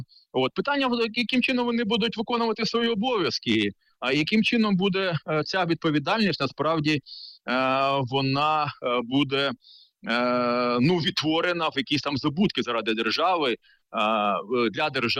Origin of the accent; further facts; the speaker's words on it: Mykolaiv, Mykolaiv Oblast, Ukraine; я сам з Миколаєва